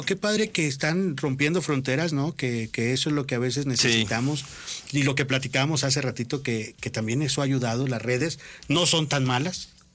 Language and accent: Spanish; Saltillo, Coahuila, Mexico; moved away; also born or lived in Monterrey, Nuevo León; Yo soy de Saltillo. Toda mi vida estuve más en Monterrey, ahí estudié.